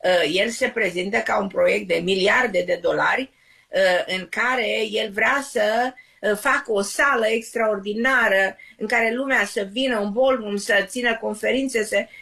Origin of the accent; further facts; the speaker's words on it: Romania; Eu privesc lucrurile ca cetățean american și ca român